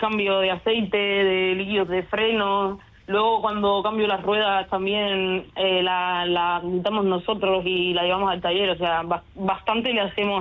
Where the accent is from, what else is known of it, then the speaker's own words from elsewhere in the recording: Cuba; moved away as an adult; en mi país, Cuba